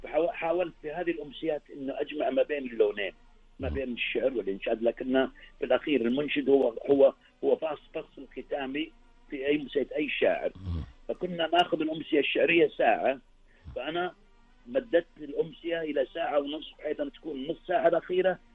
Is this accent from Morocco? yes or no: no; Saudi Arabia; احنا كشعراء سعوديين